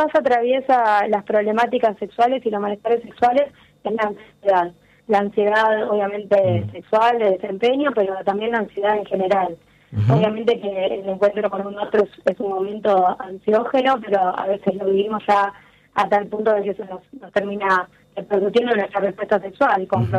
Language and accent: Spanish; Buenos Aires, Argentina; yo soy de Buenos Aires, soy psicóloga, estudié psicología en la UBA